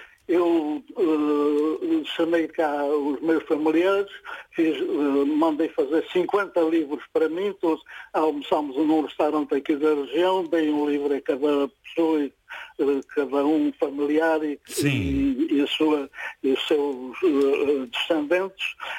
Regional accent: Alentejo, Portugal; é lá da minha terra também, que eu sou alentejano.

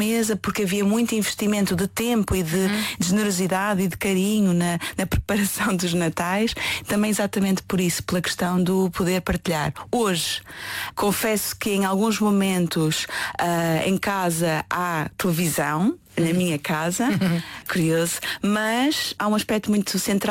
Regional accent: Northern Portugal, Portugal; Eu sou do Norte e gosto muito do Norte

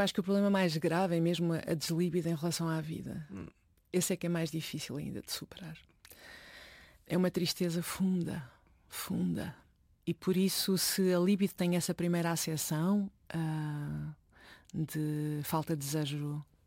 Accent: Norte, Portugal; also born or lived in Porto; now in Lisbon, Portugal; Eu cresci no Norte, depois vivi no Porto e quando cheguei a Lisboa eu acho que fui olhada como uma bárbara

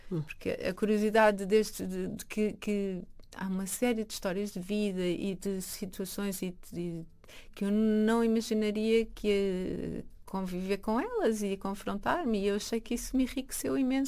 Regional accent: Lisbon, Portugal; Desde uma zona que foi em tempos mais rural, que é Carnide, onde eu cresci

